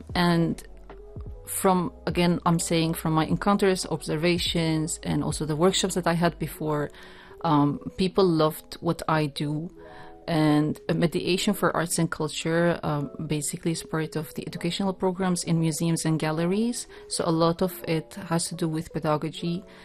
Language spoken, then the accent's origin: English; Kosovo; now in Oman; I'm Albanian from Kosovo. I reside here in Oman.